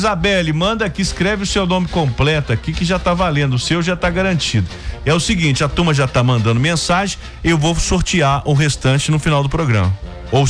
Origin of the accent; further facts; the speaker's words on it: Ponte Nova, Minas Gerais, Brazil; born there; na cidade onde eu nasci, em Ponte Nova